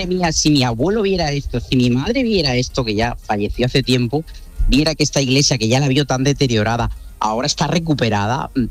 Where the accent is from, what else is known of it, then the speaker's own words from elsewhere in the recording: Region of Murcia, Spain; born there; now in Granada, Spain; Yo soy murciano de nacimiento y vivo en Andalucía desde hace muchísimos años, en Granada.